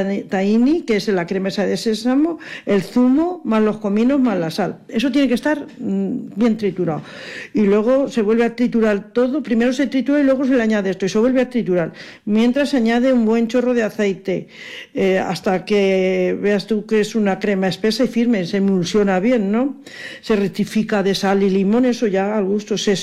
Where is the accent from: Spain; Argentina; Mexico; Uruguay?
Spain; los españoles somos especiales